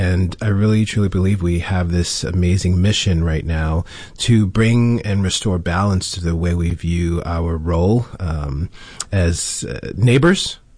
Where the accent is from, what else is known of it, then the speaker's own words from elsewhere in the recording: New York City, New York, United States; now in Florida, United States; So, and I'm from Queens